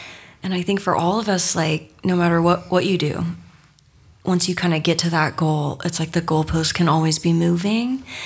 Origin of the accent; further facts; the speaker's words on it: Texas, United States; growing up in Texas